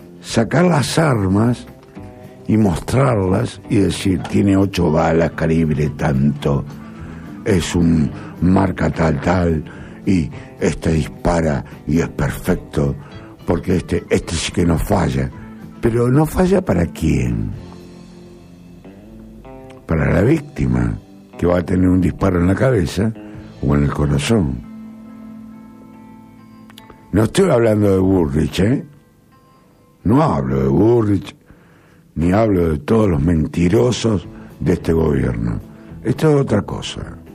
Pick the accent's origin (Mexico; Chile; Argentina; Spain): Argentina; somos argentinos.